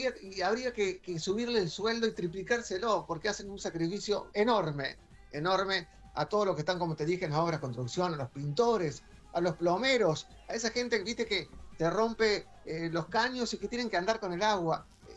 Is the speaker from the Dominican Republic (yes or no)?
no; Córdoba, Argentina; el argentino, y sobre todo el cordobés